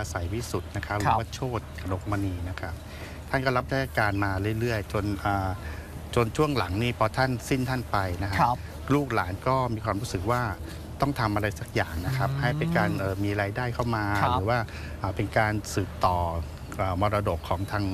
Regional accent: Bangkok, Thailand; moved away as an adult; จริงๆแล้วพี่โตที่กรุงเทพ

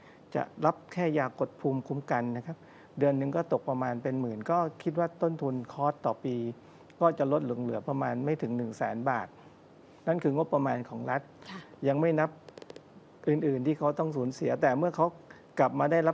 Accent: Nakhon Si Thammarat, Thailand; ในพื้นที่ของเราจริงๆที่เป็นชาวนครศรีธรรมราชก็จะมีดวงตานะครับที่เราได้รับการปลูกถ่าย

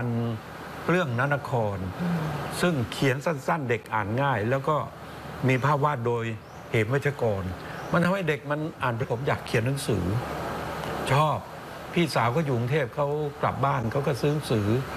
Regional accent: Ranot, Songkhla, Thailand; born there; ผมเกิดที่อำเภอระโนดจังหวัดสงขลาเหนือทะเลสาบสงขลาเลยไกลมากเมื่อปี2496

